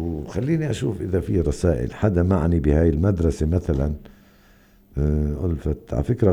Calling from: Gaza, Gaza Strip, Palestine

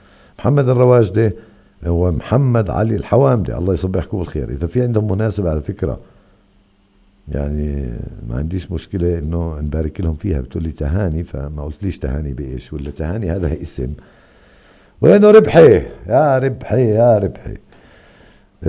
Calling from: Gaza, Gaza Strip, Palestine

